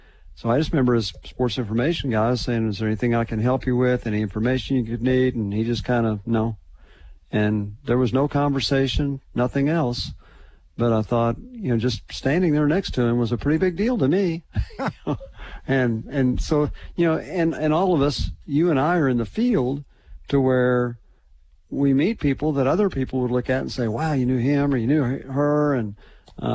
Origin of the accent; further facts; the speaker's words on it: Oklahoma, United States; I would have been in Oklahoma at that time growing up